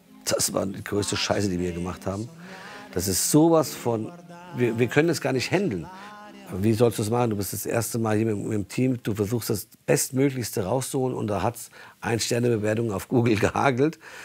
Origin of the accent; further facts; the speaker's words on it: Nidda, Hesse, Germany; also born or lived in Italy; so kennt man mich auch hier in Nidda. Bin hier aufgewachsen in Nidda, in Deutschland geboren. Meine Eltern sind seit 60 Jahren hier in Deutschland, tatsächlich auch in Nidda. Ich bin ein waschechter hessischer Italiener.